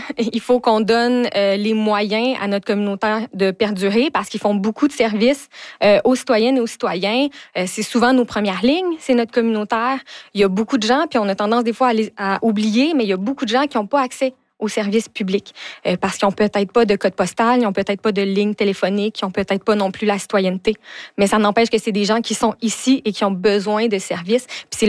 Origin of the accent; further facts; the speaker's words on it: Val-d'Or, Quebec, Canada; moved away as an adult; je suis originaire de Val-d'Or. Je suis née, j'ai grandi là-bas, puis j'ai quitté la région pour les études.